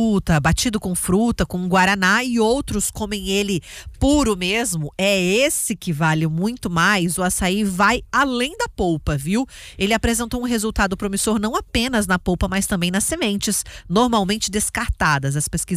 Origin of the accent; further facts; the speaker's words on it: Mato Grosso do Sul, Brazil; now in Campo Grande, Brazil; E eu que cresci em Anastácia aqui da Uana, tinha muito dessa fruta no quintal de casa.